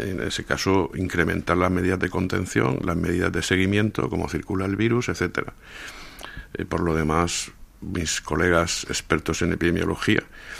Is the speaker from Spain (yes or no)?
yes; Orihuela, Valencian Community, Spain; sabes que soy de Orihuela.